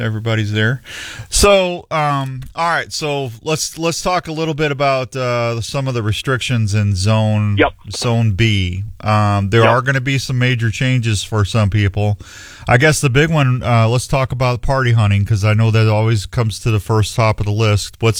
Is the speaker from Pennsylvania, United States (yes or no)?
no; Missouri, United States; moved away as an adult; now in Iowa, United States; I grew up in Missouri, and I've been living in Iowa for 26 years now.